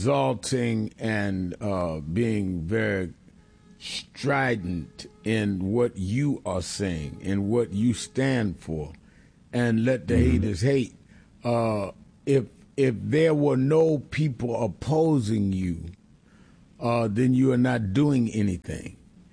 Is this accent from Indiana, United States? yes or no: no; New York, United States; I was born and raised in New York